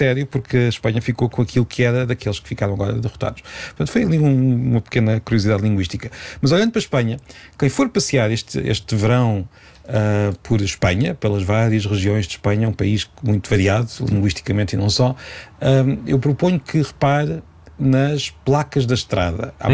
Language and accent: Portuguese; Peniche, Leiria, Portugal; fica o convite de um penicheiro para que as pessoas vão lá visitar a minha terra